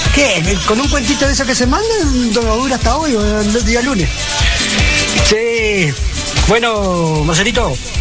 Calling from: San Carlos de Bariloche, Río Negro, Argentina; Acá escuchándote en Bariloche

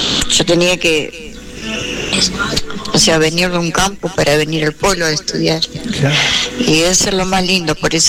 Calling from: Río Negro, Argentina; Soy acá de Río Negro.

